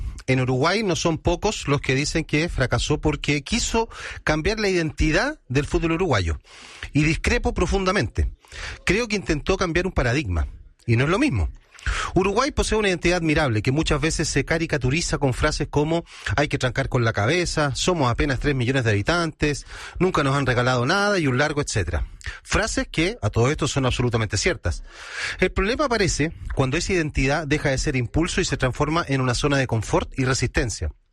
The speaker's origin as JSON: {"language": "Spanish", "country": "Chile", "said": "Y en Chile nos ha costado 3 mundiales darnos cuenta de eso."}